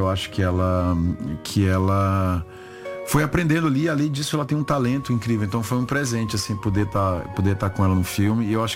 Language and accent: Portuguese; Brazil